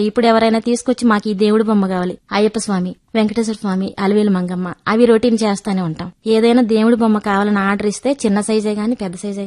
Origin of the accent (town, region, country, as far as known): Kondapalli, Andhra Pradesh, India